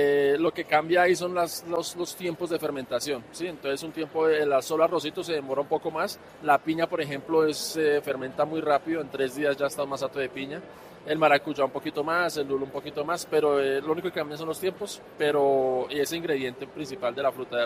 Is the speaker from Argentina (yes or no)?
no; Bogotá, Colombia; born there; pero yo soy nacido aquí en Bogotá, amo Bogotá.